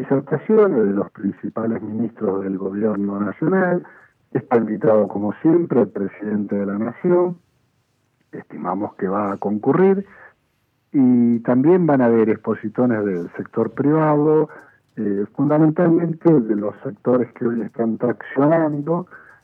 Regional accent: Argentina

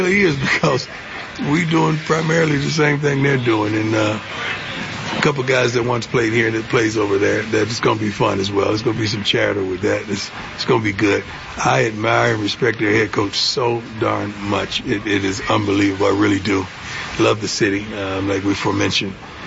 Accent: Fort Myers, Florida, United States; moved away; if we went back to Fort Myers, Florida, I would be happy. That's my hometown.

